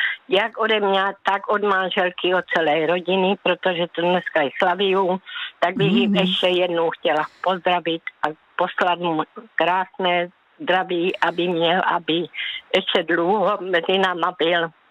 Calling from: Strážnice, South Moravian Region, Czechia; No, u nás ve Strážnici chladno moc méně.

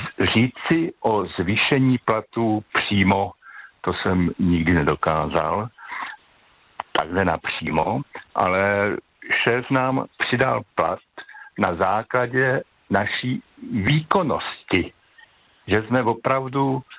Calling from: Central Bohemian Region, Czechia; jsem ze Středočeského kraje.

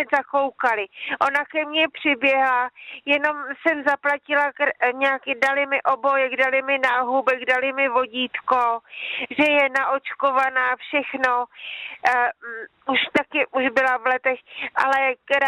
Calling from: Rakovník, Central Bohemian Region, Czechia; z Rakovníka jsem tam volala

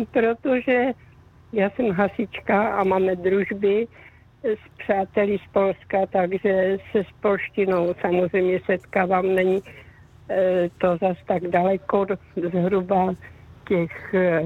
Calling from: Moravian-Silesian Region, Czechia; Já jsem ze Slezska, schválně neříkám přesně místo, ale moje maminka pocházela z 9 dětí.

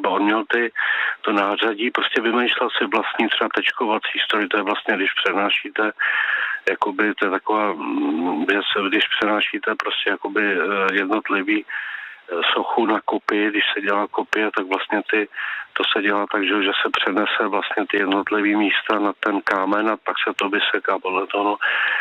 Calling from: Prague, Czechia; my jsme z Prahy teda

